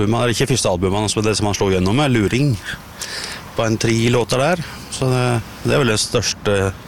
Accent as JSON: {"language": "Norwegian", "town": "Bø", "region": "Vestfold og Telemark", "country": "Norway", "tie": "born or raised there", "said": "så vokste jeg opp I Bø da, så har vi veldig bra folkmusikkmiljø her"}